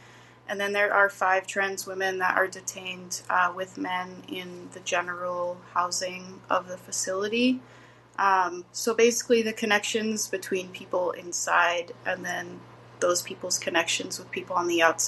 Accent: Colorado, United States; I grew up in Colorado in a rural mountain community. And I was surrounded by people in my childhood, people who are immigrants or whose parents are immigrants.

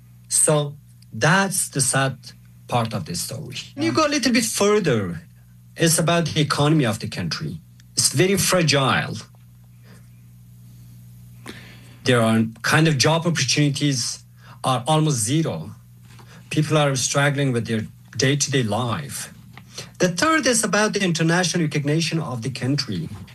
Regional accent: Kabul, Afghanistan; moved away; If you say I'm from Afghanistan, the perceptions are changed about you.

